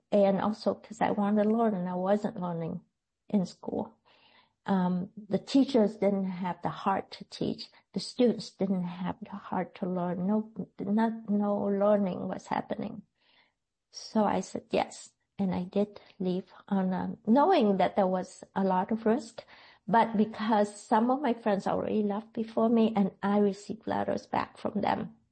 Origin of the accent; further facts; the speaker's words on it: South Vietnam, Vietnam; moved away as an adult; growing up in the South.